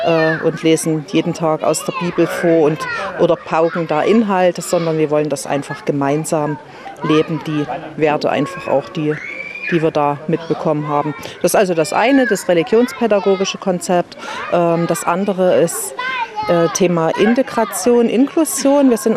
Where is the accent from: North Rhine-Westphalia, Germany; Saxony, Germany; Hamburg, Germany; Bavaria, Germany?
Saxony, Germany; Bad Lausick; Ich bin aus Bad Lausick